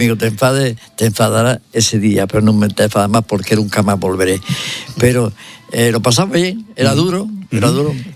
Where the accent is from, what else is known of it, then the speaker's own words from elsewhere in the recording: Granada, Andalusia, Spain; cosa que no me agrada porque yo soy granadino, español y europeo.